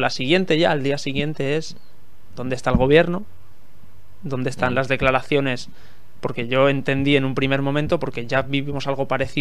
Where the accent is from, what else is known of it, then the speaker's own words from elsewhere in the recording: Spain; A mí eso, como ciudadano español que le preocupa mi soberanía nacional, me dejó profundamente inquieto.